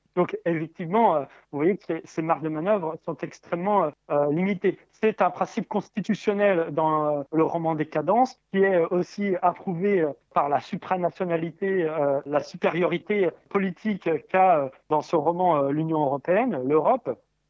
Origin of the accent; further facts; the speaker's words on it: Bourgogne-Franche-Comté, France; now in Île-de-France, France; ma région natale, à cette belle terre bressane qui m'accueille encore quand je reviens d'Île-de-France plusieurs fois dans l'année.